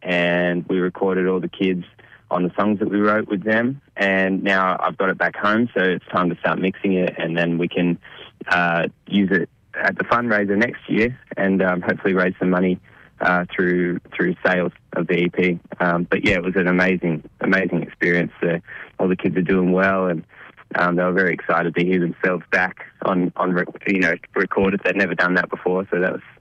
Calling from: Coober Pedy, South Australia, Australia; I'm actually in Coober right now.

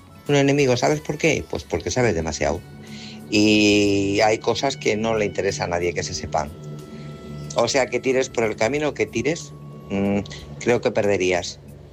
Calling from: Guadalajara, Castilla-La Mancha, Spain; de Guadalajara.

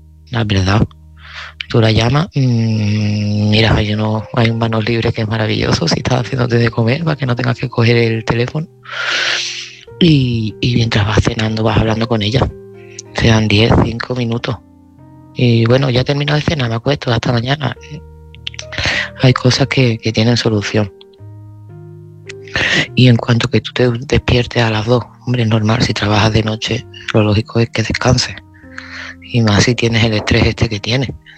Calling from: Seville, Andalusia, Spain; de Sevilla

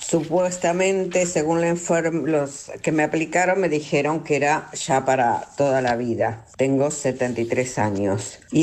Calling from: Banfield, Buenos Aires Province, Argentina; soy de Banfield.

